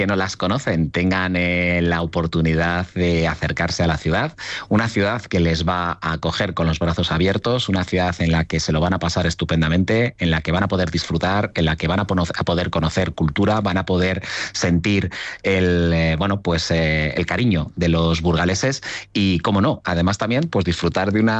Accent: Burgos, Castile and León, Spain; born there; soy de aquí, de Burgos, nacido en Burgos

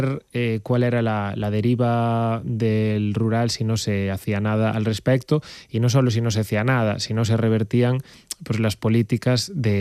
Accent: Baio, Galicia, Spain; yo soy de un pueblo que es Baio, la Costa da Morte, en la otra punta de Galicia

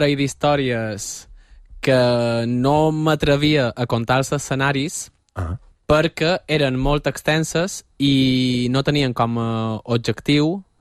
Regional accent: Balearic Islands, Spain; accent: Majorcan; ja som mallorquí i el meu català ara s'està filtrant perquè m'entengueu.

